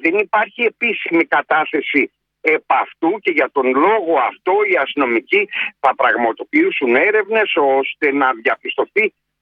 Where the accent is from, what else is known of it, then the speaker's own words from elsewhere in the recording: Western Greece, Greece; στην πατρίδα μου, στην Αχαΐα